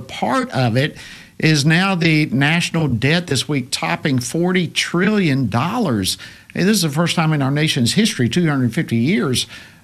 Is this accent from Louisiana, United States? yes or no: no; Georgia, United States; represents the 11th Congressional District of my home state, great state of Georgia.